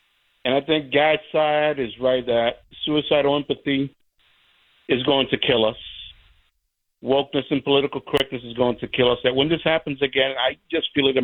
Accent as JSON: {"language": "English", "town": "Haverhill", "region": "Massachusetts", "country": "United States", "said": "I'm a kid from Haverhill, and I spent summers in New York"}